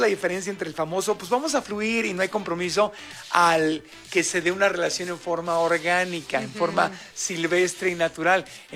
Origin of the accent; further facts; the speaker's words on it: Tijuana, Baja California, Mexico; desde mi tierra, Tijuana, Baja California